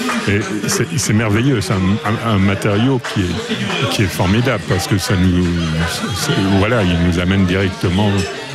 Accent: Fleurus, Wallonia, Belgium; Mais je suis non seulement du coin, je suis né à Fleurus.

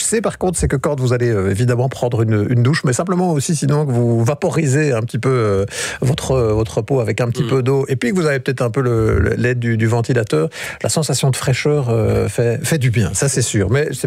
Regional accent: Belgium; en tant que Belge

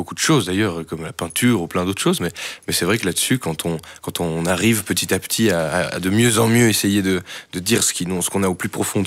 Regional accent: Mons, Wallonia, Belgium; Oui, je viens de Mons, effectivement.

